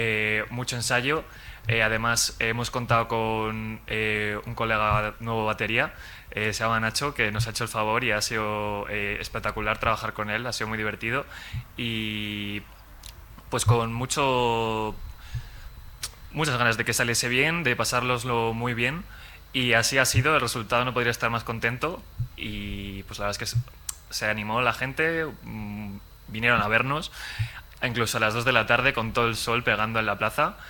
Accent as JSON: {"language": "Spanish", "town": "El Burgo de Osma", "region": "Castile and León", "country": "Spain", "tie": "born or raised there", "said": "he nacido en el Burgo de Osma, soy originario de allí"}